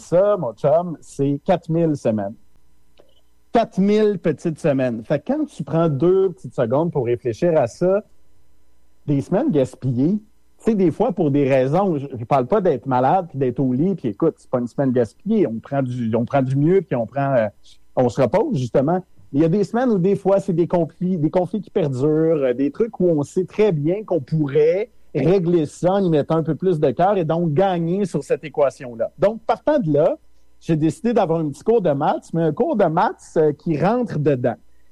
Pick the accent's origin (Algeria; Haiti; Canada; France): Canada; Quebec; now in South Shore of Montreal, Canada; C'est ma région natale, là.